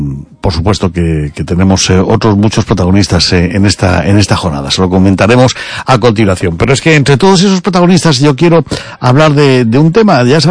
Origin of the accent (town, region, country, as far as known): Castile, Spain; now in Galicia, Spain